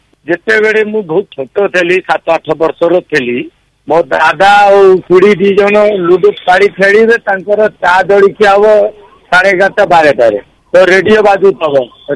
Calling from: Cuttack, Odisha, India; ମୁଁ କଟକରୁ କହୁଥିଲି … କଟକ ଦେବରାରୁ।

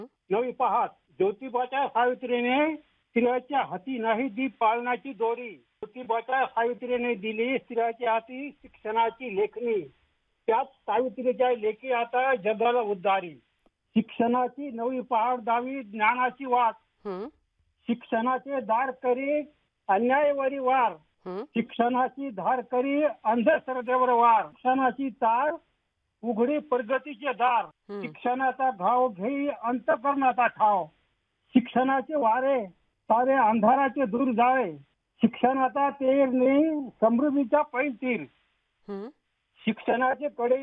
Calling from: Takli Kumbhakarna, Maharashtra, India; टाकळी मुक्काम पोस्ट, टाकळी कुंभकर्ण माझं गाव

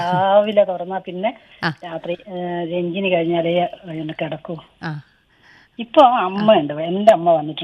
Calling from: Vadakara, Kerala, India

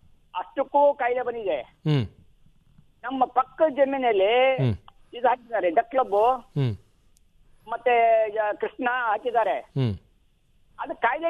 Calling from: Karnataka, India; ನಾಯ್ಕಳ್ಳಿಯಿಂದ, Hassan taluk.

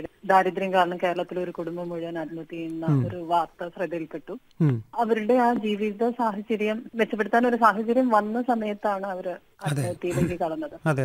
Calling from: Kanimangalam, Kerala, India; Kanimangalam.

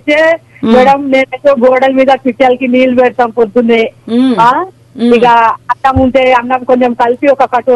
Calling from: Kothagudem, Telangana, India; నేను కొత్తగూడెం పూర్తిగడ్డ నుంచి మాట్లాడుతున్నాను మేడం.

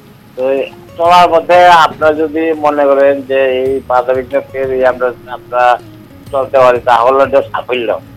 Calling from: West Bengal, India; আমি পশ্চিমবঙ্গের পাঁচমুখে বলছি।

